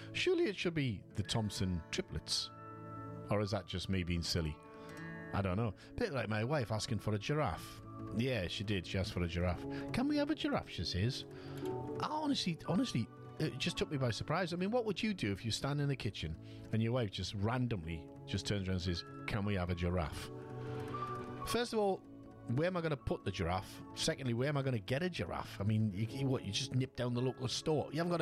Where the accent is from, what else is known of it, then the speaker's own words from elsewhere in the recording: South Shields, North East England, United Kingdom; in the northeast on Tyneside in South Shields, my hometown